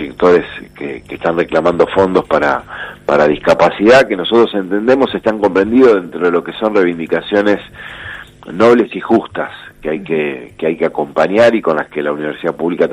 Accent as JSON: {"language": "Spanish", "region": "Santa Fe", "country": "Argentina", "said": "Los santafesinos tenemos que estar orgullosos"}